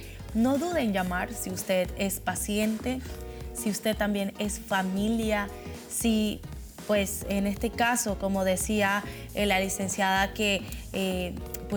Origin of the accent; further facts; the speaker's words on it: Panama; de qué manera yo puedo aportar como panameño a la fundación que apoya a estas personas.